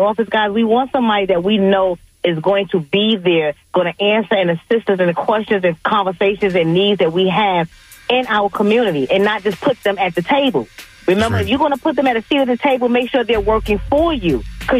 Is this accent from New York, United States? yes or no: yes; New York, United States; I'm from New York, so I like concrete.